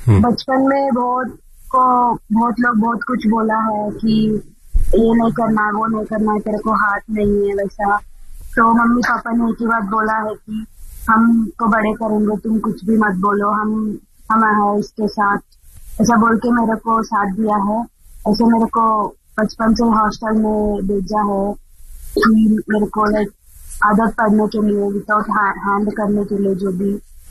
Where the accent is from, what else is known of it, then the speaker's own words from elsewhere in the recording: Andhra Pradesh, India; मैं आंध्र प्रदेश से हूं